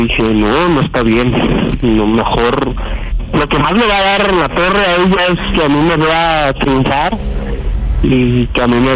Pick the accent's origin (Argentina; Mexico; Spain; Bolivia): Mexico; Tierra Caliente; yo soy de Tierra Caliente